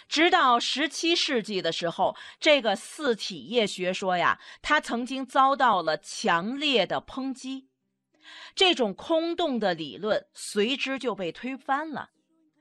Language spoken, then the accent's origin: Chinese; China; 在国际舞台上，我们中国人真的很容易被别人看轻。